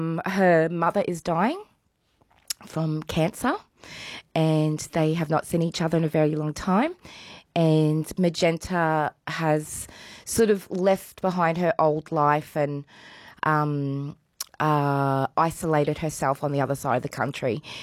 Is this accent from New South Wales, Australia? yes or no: no; Cloncurry, Queensland, Australia; Yeah, so I was born in Cloncurry. So, you know, we say … from Cloncurry.